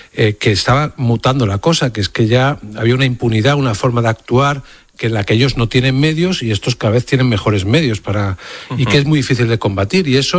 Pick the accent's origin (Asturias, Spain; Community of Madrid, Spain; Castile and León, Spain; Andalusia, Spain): Andalusia, Spain; Y esa es la realidad que hay en nuestra tierra, en mi tierra, ¿no? Y por extensión subiendo por toda Andalucía ahora mismo, ¿no?